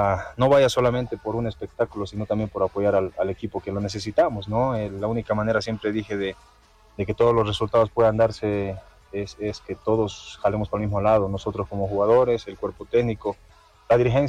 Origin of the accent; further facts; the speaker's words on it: La Paz, Bolivia; de nosotros como paseños